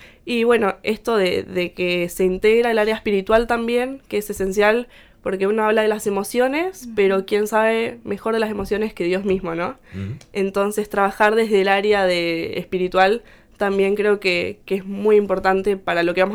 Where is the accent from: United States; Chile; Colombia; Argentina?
Argentina; Buenos Aires; moved away; yo soy de Buenos Aires